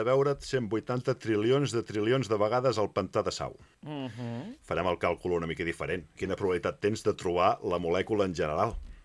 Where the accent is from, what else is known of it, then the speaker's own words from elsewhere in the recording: Catalonia, Spain; els catalans tenim una forma de calcular.